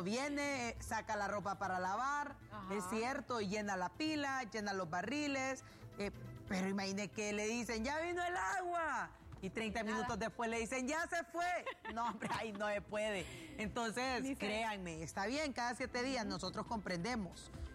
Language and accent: Spanish; Tegucigalpa, Francisco Morazán, Honduras; A nosotros nos molestan mucho a quienes somos capitalinos porque nos dicen que no tenemos agua.